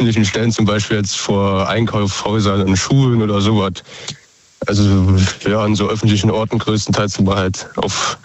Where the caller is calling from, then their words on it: Rhineland-Palatinate, Germany; Ich komme aus Westerwald.